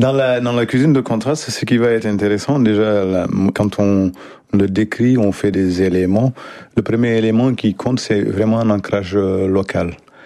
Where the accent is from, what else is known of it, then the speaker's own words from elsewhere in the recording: Mauritania; moved away as an adult; now in France; Alors, j'ai grandi en Mauritanie, au bord du fleuve Sénégal, dans un tout petit village qui s'appelle Wotchi.